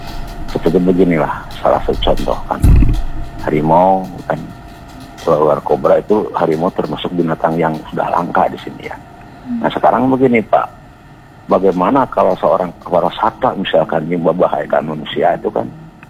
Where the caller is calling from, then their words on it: Bandung, West Java, Indonesia; Saya dari Bandung Timur ya.